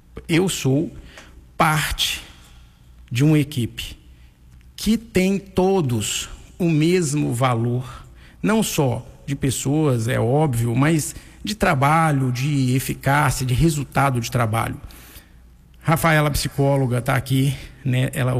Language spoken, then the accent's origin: Portuguese; Minas Gerais, Brazil; moved away as an adult; now in Caetité, Brazil; Eu sou mineiro, né? Não sou baiano, né?